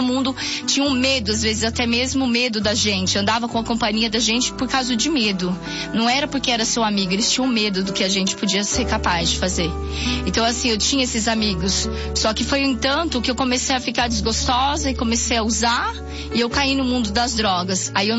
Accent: Bom Jesus dos Perdões, São Paulo, Brazil

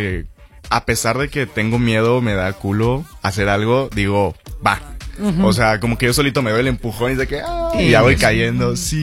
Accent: Guadalajara, Jalisco, Mexico; born there; nací en Guadalajara.

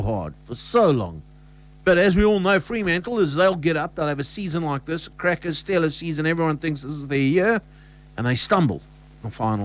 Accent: South Africa; now in Western Australia, Australia; I'm a South African who follows rugby.

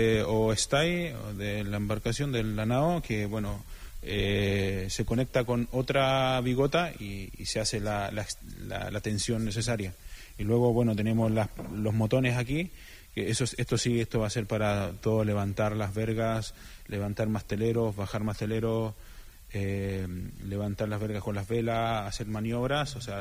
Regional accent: Calbuco, Los Lagos, Chile; now in Spain; Sí, sí, yo soy de Chile, de la décima región, región de los Lagos, en Calbuco, de ahí soy.

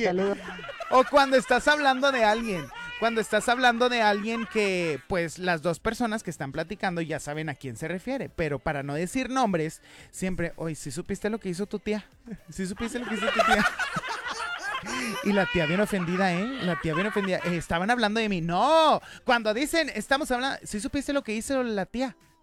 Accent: Monterrey, Nuevo León, Mexico; así somos los regiomontanos. Somos bien inventados.

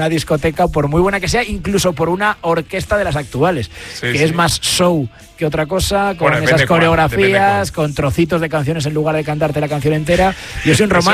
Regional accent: Espirdo, Castile and León, Spain; va a tener también parada en Segovia, en mi pueblo, se llama Espierdo, que es maravilloso.

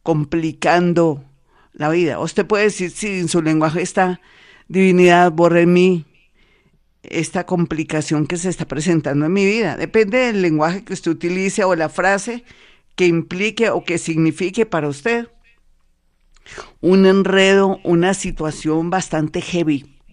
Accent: Colombia

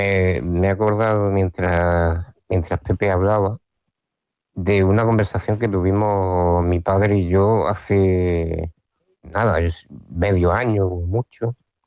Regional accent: Region of Murcia, Spain; also born or lived in Almería; Y aunque todos nosotros somos de Murcia, pues tengo mi vida a caballo hecha entre Almería y Murcia, ¿no?

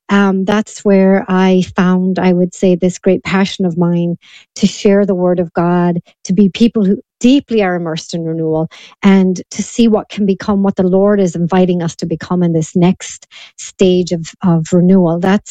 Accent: Ireland; as an Irish woman

